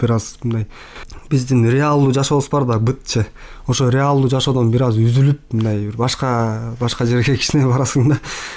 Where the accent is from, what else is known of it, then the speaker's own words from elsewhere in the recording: Bakamai, Issyk-Kul Region, Kyrgyzstan; Мен өзүм ошо Ысык Көлдөн болом, ошо көлдө Бакамай айылында ошол жерде мектепте окуп